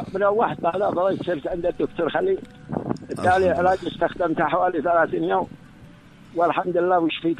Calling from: Bani Matar, Sana'a Governorate, Yemen; من بني مطر.

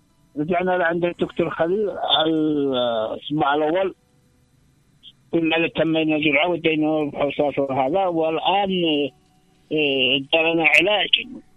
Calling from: Amran, Yemen

